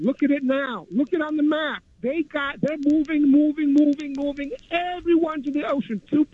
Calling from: New York City, New York, United States; from Queens.

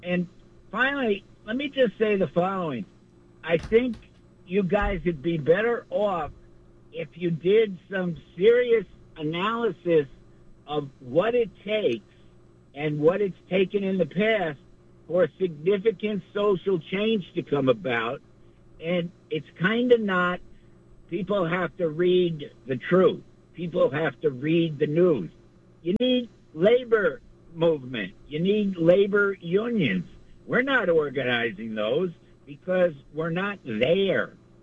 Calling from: Montclair, New Jersey, United States; I'm calling from Bourget, Montclair.

